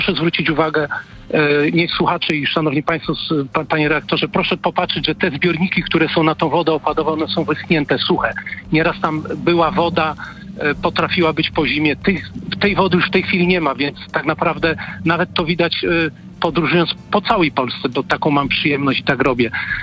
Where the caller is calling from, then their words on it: Subcarpathian Voivodeship, Poland; ja dzwonię z Podkarpacia, okolicy Łańcuta.